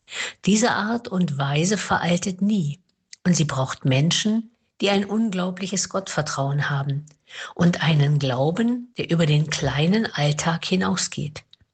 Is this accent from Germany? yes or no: yes; Thuringia, Germany; born there; als gebürtige Eichsfelderin